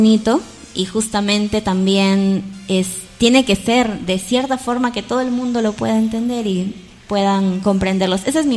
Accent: Rioja, San Martín, Peru; born there; moved away as an adult; also born or lived in Trujillo; now in Lamas, Peru; yo nací en la ciudad de Rioja.

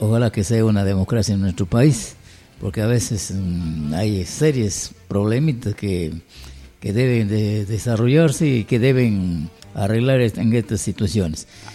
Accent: Peru; nosotros, como peruanos

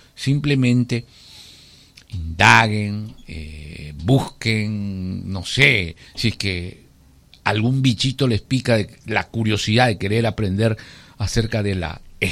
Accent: Peru

